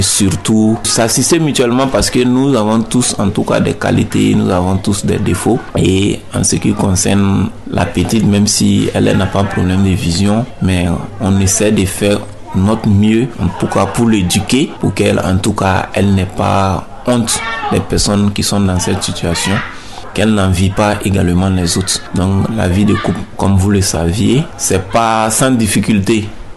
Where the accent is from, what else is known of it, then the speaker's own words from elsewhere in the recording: Burkina Faso; C'est parce que chez nous, au Burkina, on ne sait pas